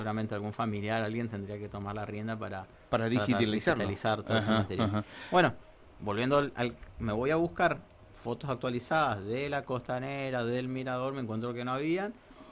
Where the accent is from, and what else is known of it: Formosa, Argentina